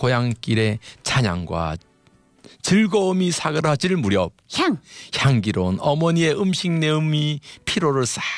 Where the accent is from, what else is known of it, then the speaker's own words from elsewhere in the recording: Gangneung, Gangwon, South Korea; 강릉 제일교회. 제일 장로교단인데요. 네. 예. 제일교회. 저는 그 교회에서 어릴 때부터 태어났고.